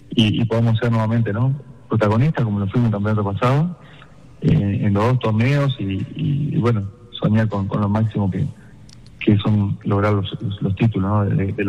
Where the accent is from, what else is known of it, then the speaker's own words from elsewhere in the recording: Uruguay; now in Colombia; soy uruguayo